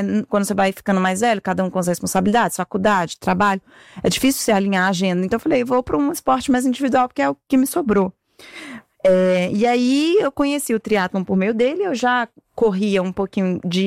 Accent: Fortaleza, Ceará, Brazil; moved away as an adult; eu nasci em Fortaleza, fui criada lá, e passei na faculdade no Rio de Janeiro para fazer administração na FGV.

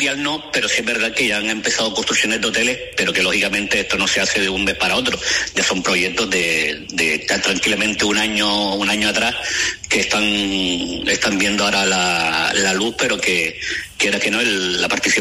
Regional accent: Spain; now in Cape Verde; Yo soy español

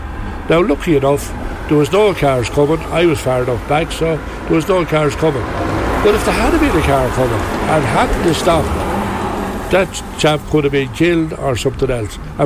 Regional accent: Rosslare, Leinster, Ireland; I lived in Rosslare, I was born in Rosslare.

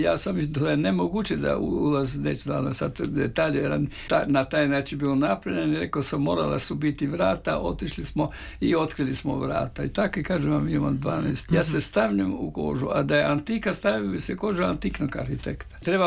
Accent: Hrvatsko Zagorje, Croatia; ja kao lukavi Zagorac

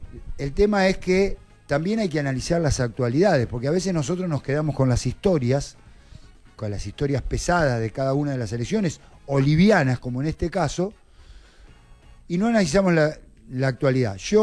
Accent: Argentina

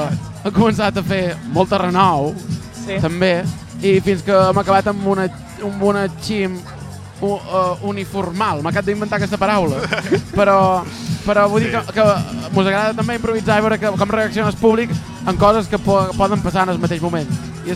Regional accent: Menorca, Balearic Islands, Spain; nosaltres som de Menorca

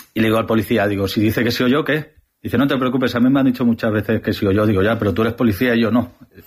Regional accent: Valencia, Valencian Community, Spain

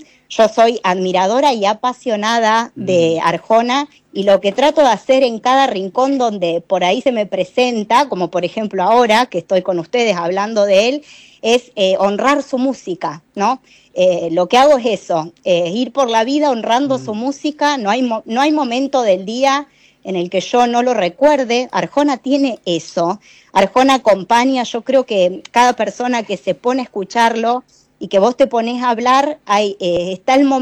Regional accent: Santa Fe, Argentina; mi pueblo está a 60 kilómetros de Rosario

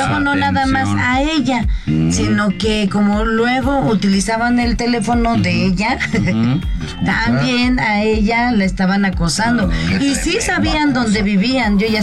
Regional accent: Mexico; Escuchar como mexicanos al grito de guerra.

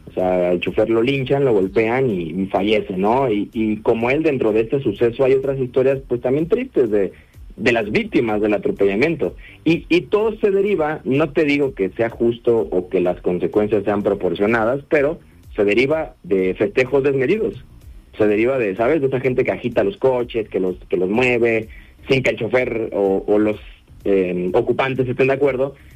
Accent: Mexico

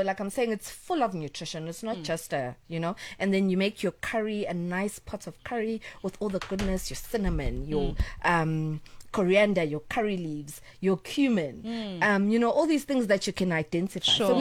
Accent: Durban, KwaZulu-Natal, South Africa; because I'm from Durban.

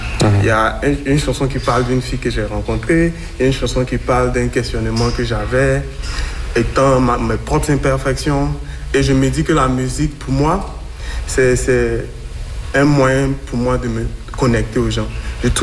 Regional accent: Côte d’Ivoire; quand je viens de la Côte d'Ivoire, de l'Afrique, donc il y a un peu de... les traditions africaines, la musique africaine qui inspire ma musique.

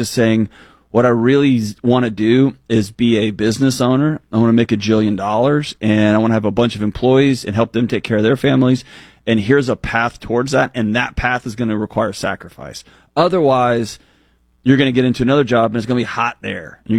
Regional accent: Texas, United States; now in Tennessee, United States; I'm in Tennessee, and I grew up in Texas.

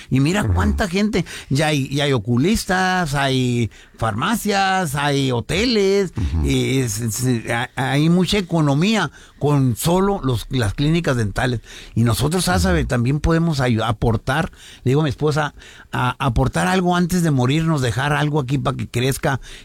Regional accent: Sonora, Mexico; y su gente son un amor de personas, como somos los de Sonora.

